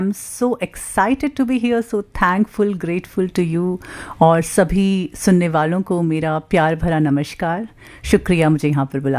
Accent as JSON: {"language": "Hindi", "region": "Uttarakhand", "country": "India", "tie": "born or raised there", "said": "मैं पहाड़ों से आती हूँ, आई एम अ प्राउड पहाड़ी, उत्तराखंड की वादियों से।"}